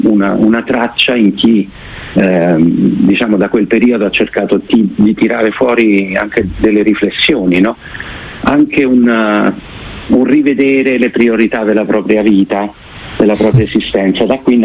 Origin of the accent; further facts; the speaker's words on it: Rome, Lazio, Italy; Abbiamo scelto di tornare a Roma, che è la mia città d'origine